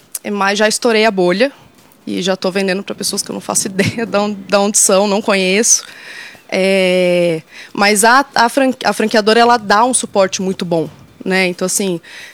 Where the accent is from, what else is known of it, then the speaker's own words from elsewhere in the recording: São José dos Campos, São Paulo, Brazil; also born or lived in Japan / Germany; Eu sou de São José dos Campos e morei um ano no Japão.